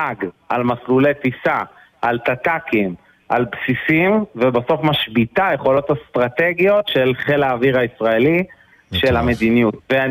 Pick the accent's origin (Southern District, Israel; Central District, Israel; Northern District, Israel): Southern District, Israel; לגמרי, אני תושב הנגב, אני גדלתי בנגב